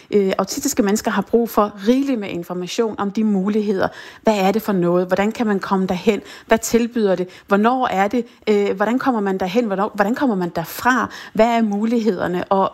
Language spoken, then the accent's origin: Danish; Capital Region of Denmark, Denmark; men jeg gætter på, at hvis jeg ikke har opdaget det som bornholmer, så har min målgruppe måske heller ikke i tilstrækkelig grad opdaget det her fantastiske tilbud.